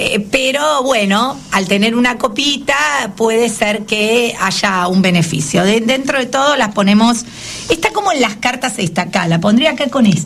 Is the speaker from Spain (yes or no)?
no; Argentina